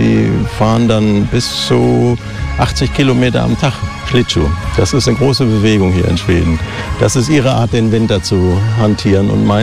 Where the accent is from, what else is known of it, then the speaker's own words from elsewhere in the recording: Germany; moved away as an adult; now in Sweden; Alle können hören, dass ich von Deutschland komme.